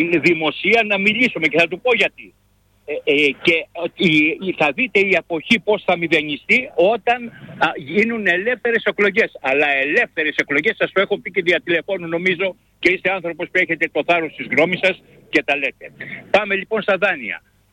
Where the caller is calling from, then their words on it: Athens, Attica, Greece; από Αθήνα.